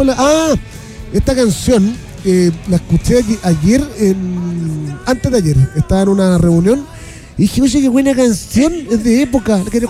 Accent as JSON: {"language": "Spanish", "country": "Chile", "said": "Yo creo que nosotros como chilenos siempre buscamos como un poco la excusa instancia."}